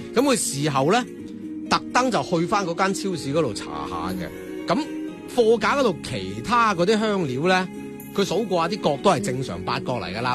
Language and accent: Cantonese; Guangdong, China; 即系叫做话横向类比翻我哋老广，